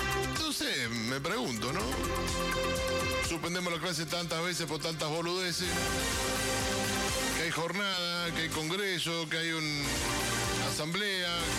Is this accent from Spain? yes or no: no; Argentina